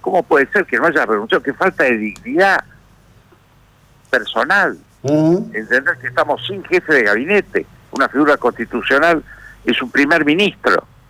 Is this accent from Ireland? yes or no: no; Argentina